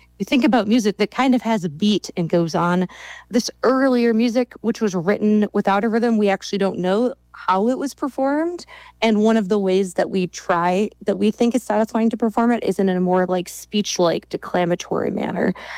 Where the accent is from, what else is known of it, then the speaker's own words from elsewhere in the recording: Minnesota, United States; Because I grew up in Minnesota, which I also love, and I love water, but I am still astonished by mountains.